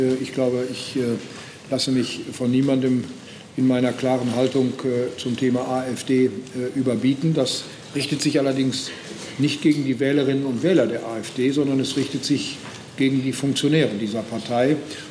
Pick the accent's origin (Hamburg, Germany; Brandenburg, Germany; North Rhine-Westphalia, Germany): North Rhine-Westphalia, Germany; Ich komme aus dem Land Nordrhein-Westfalen.